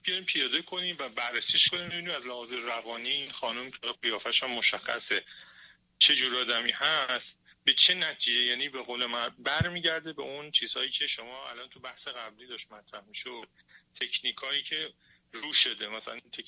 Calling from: Iran

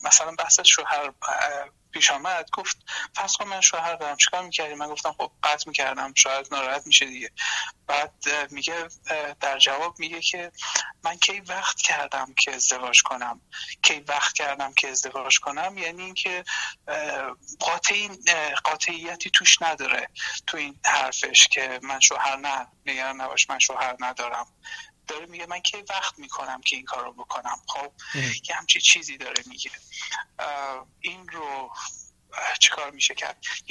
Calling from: Iran; چون از ایران هستم.

